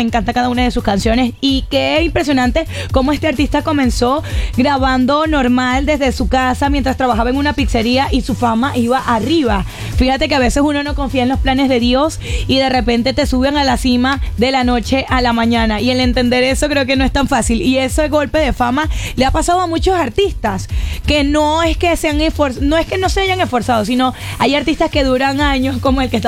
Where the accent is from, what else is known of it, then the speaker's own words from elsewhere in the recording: Venezuela; qué orgullo venezolano uno tiene